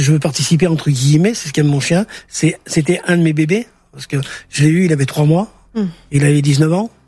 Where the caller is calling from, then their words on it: Saint-Marcellin, Auvergne-Rhône-Alpes, France; j'habite à Saint-Marcellin